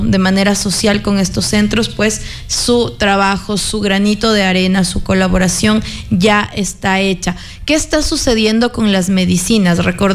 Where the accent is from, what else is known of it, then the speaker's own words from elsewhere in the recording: Riobamba, Chimborazo, Ecuador; todos quienes somos parte de la Sultana de los Andes, de la provincia de Chimborazo